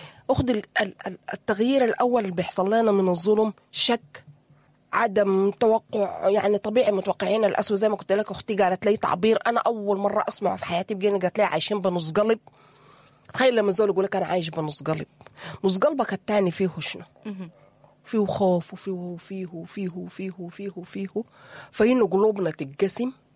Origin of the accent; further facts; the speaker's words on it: Sudan; نحن كسودانيين